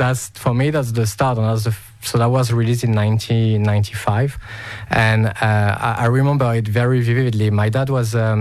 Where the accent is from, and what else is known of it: France; now in United Kingdom